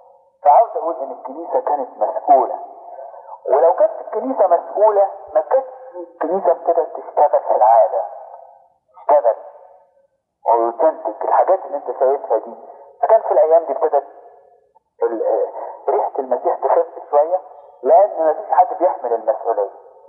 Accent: Egypt; انما التاريخ عندنا في مصر هنا يقول

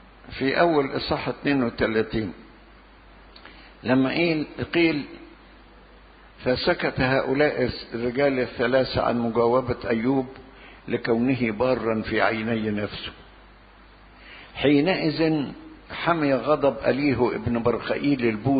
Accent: Benha, Qalyubia, Egypt; born there; now in Cairo, Egypt; لما جينا من بنها من الريف وجينا في القاهرة

